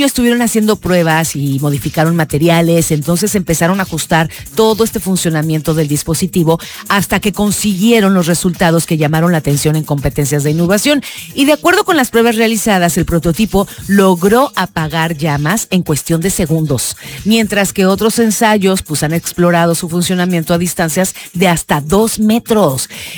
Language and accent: Spanish; Chiapas, Mexico; Y la verdad es que orgullosamente somos chiapanecos.